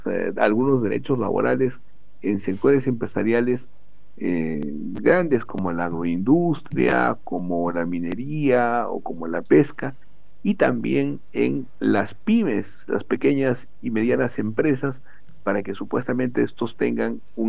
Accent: Peru; lo que ocurre aquí en nuestra patria

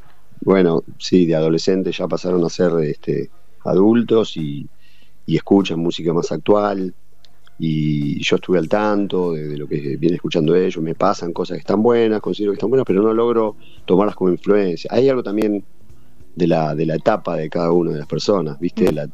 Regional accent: Tigre, Buenos Aires Province, Argentina; somos de Tigre, que es parecido al Mississippi.

